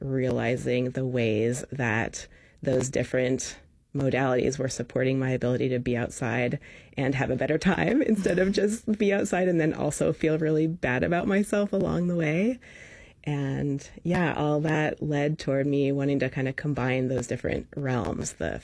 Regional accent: Soldotna, Alaska, United States; Yeah, so I grew up in Soldotna, and I've been a lifelong Alaskan

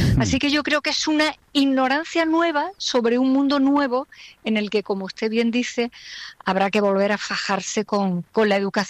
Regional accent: Andalusia, Spain; yo soy andaluza

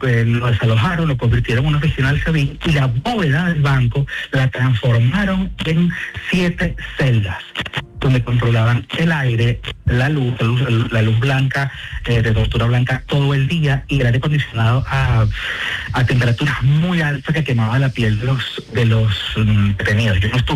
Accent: Venezuela; moved away as an adult; Bueno, yo me fui en el 2017 de Venezuela porque no soporté la presión de estar yendo cada semana siendo diputado

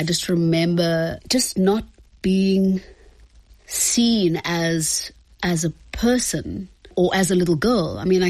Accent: Eastern Cape, South Africa; I have really fond memories of community life growing up in the Eastern Cape. There are a lot of rural areas, and then there are urban areas. And I grew up in a more urban area and an urban township.

